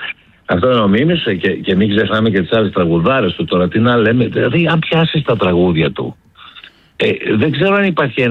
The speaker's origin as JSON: {"language": "Greek", "country": "Greece", "said": "είμαστε πολύ περήφανοι ως Έλληνες"}